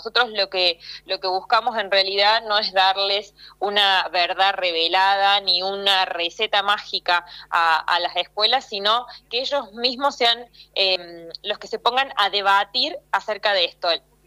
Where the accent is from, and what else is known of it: Argentina